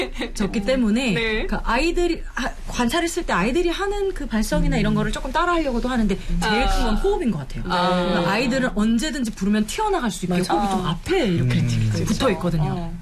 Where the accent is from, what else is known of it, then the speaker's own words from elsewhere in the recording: South Jeolla, South Korea; 저는 사실 전라도